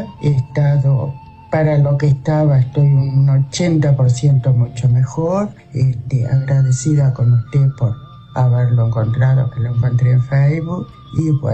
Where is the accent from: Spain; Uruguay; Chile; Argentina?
Uruguay; Melo, Cerro Largo; Yo soy de acá de Melo.